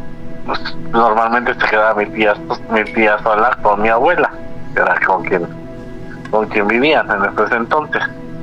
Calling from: Tecámac, State of Mexico, Mexico; De acá del municipio de Tecámac, Estado de México

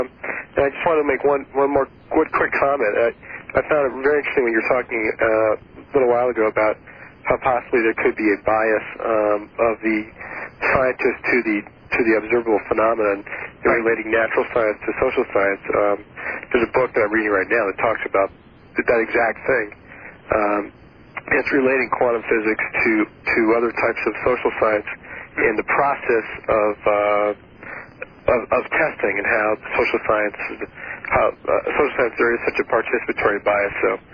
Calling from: Wichita, Kansas, United States

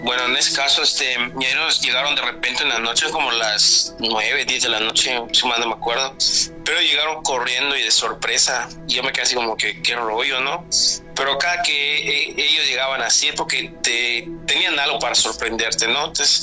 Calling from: Mérida, Yucatán, Mexico; de Mérida, Yucatán.

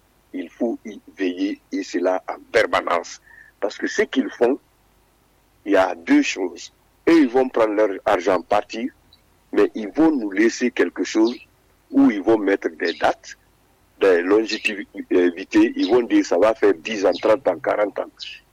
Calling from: Guinea

